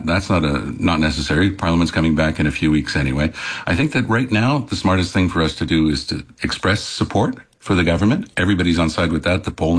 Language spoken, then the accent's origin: English; Quebec, Canada; I get it. I come from Quebec. I know that politicians here behave badly sometimes to get stuff on side, and it's very different from the rest of Canada.